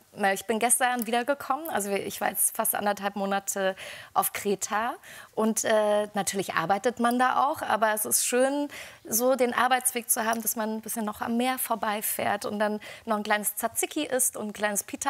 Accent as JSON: {"language": "German", "town": "Erfurt", "region": "Thuringia", "country": "Germany", "tie": "born or raised there", "said": "Ich bin in einem Plattenbau groß geworden in Erfurt mit meiner alleinerziehenden Mama und mit meiner Schwester."}